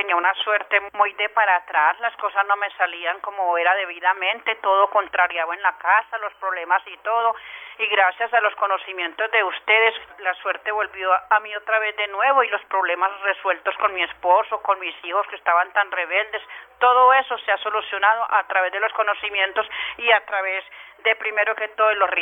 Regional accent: Ituango, Antioquia, Colombia; Ay, porque estoy lo más de contenta. Yo soy de Ituango.

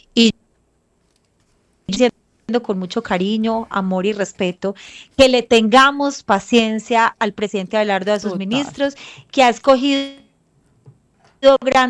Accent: Colombia; los colombianos tenemos que tener paciencia

